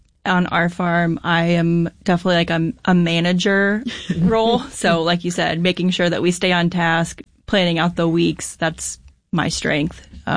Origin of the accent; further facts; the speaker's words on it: Naples, Florida, United States; also born or lived in Oregon; So I grew up in Naples across the pasture from my grandparents' beef cow farm. So again, getting that family connection. We moved away after college and lived in Oregon for a few years, and were called back home when we had our first child